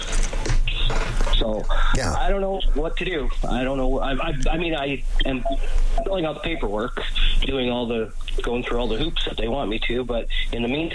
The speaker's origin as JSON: {"language": "English", "country": "Canada", "tie": "born or raised there", "also_born_or_lived": "Germany", "said": "I was born in Germany in a British military hospital, which is the same as being born in Canada as far as I'm concerned. And my parents were both Canadian. So we moved back to Canada when I was a year old"}